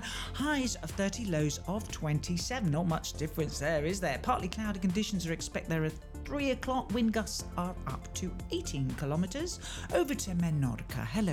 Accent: United Kingdom; moved away; my hometown, which is just on the outskirts of London.

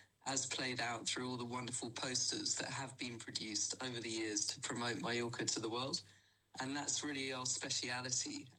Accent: South West England, United Kingdom; moved away; Well, I'm Cornish in origin, and after 26 years overseas, 18 months ago, my daughters and I relocated back here

